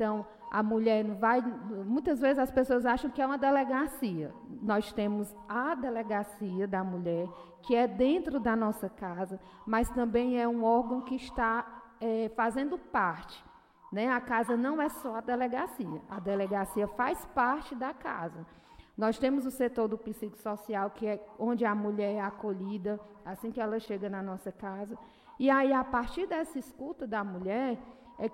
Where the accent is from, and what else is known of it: Tamboril, Ceará, Brazil; now in Crateús, Brazil